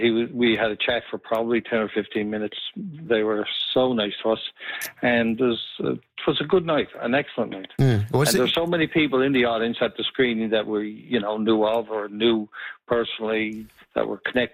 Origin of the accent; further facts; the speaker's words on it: Newfoundland and Labrador, Canada; now in Brigus, Canada; I'm not from Brigus. Moved here about 12 years ago. My wife's from the west coast of the province. I'm from the east coast.